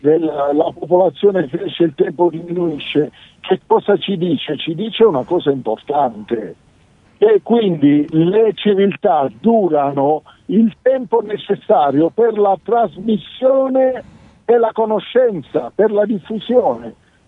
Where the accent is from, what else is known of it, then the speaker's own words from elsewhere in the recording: Southern Italy, Italy; Non dimenticare che sono Terrone